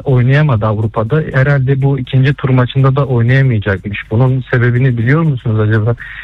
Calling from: Istanbul, Turkey; İstanbul'dan

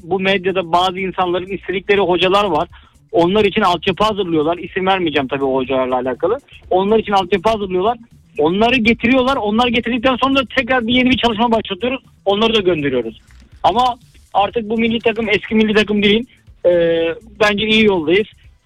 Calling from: Istanbul, Turkey; İstanbul'dan arıyorum ben.

